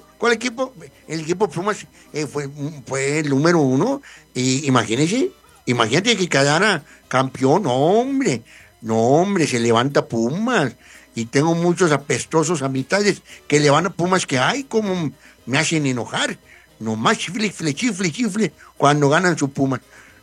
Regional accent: Cañitas de Felipe Pescador, Zacatecas, Mexico; born there; moved away; Loreto, Zacatecas, de allá donde nací yo, en Felipe Pescador de Cañitas, Zacatecas

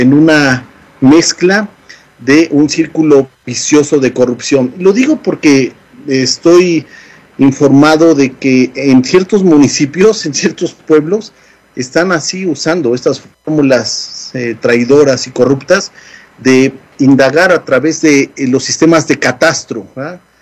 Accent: Mexico; voy a hablar como mexicano

